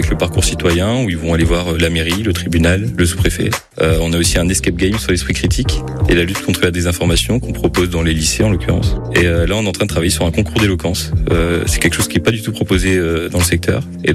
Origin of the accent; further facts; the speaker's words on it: Béthune, Hauts-de-France, France; j'ai 21 ans, je viens de Béthune.